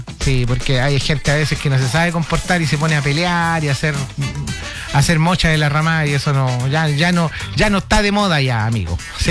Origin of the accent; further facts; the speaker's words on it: Chile; Que se note que somos chilenos. Nos llenamos la boca diciendo que somos chilenos